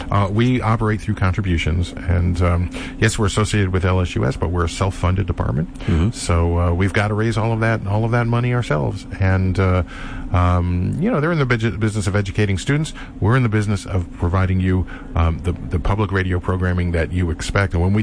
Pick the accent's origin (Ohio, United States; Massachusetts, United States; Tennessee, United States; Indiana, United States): Ohio, United States; Cleveland; moved away; I grew up in Cleveland, right? And we lived in the suburbs.